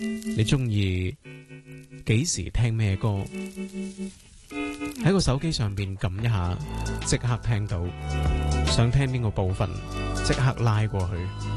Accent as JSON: {"language": "Cantonese", "country": "Hong Kong", "said": "去纪念一下我哋香港人嘅巨星趁佢嘅生日"}